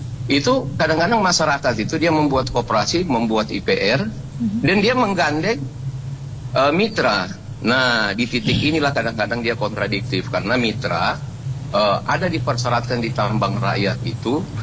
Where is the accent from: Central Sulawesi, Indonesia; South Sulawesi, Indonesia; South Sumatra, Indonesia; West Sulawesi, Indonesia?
West Sulawesi, Indonesia; Mamuju; karena saya orang Mamuju